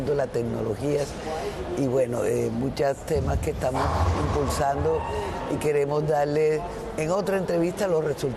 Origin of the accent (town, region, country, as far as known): Colombia